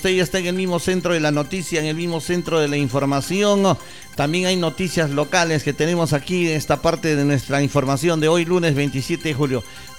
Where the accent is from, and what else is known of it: Peru